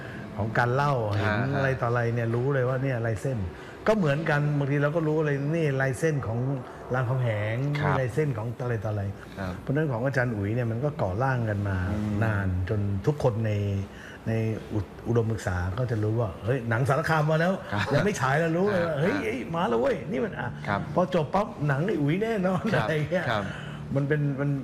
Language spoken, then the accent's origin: Thai; Isan, Thailand; เราก็เป็นคนอีสาน